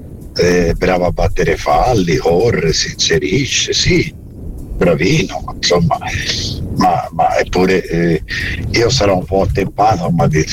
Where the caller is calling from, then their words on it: Florence, Tuscany, Italy; da Firenze.